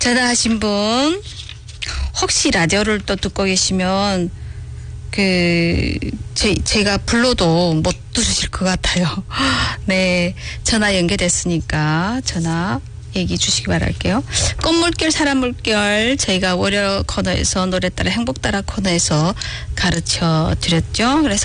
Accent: Yanbian, Jilin, China

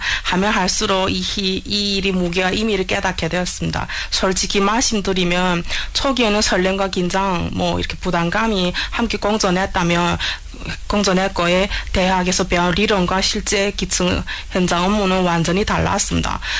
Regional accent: China; now in Yanji, China; 저는 조선족이고 조호관 한족입니다.

